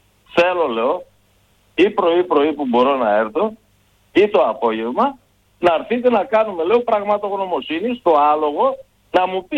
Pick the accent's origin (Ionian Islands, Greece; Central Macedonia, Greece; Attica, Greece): Central Macedonia, Greece; Thessaloniki; moved away as an adult; now in Kalandra, Greece; Είμαι μεγαλωμένος στη Θεσσαλονίκη. Στο Κορδελιό. Δεν είμαι μεγαλωμένος με ζώα, αλλά το χωριό μου ήταν η Καλάνδρα. Και γύρισα μετά από το στρατό εδώ στην Καλάνδρα.